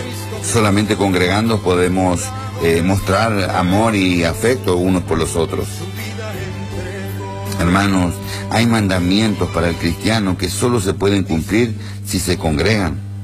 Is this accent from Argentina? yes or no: yes; Argentina; Yo puedo ir a Paraguay, pero soy argentino.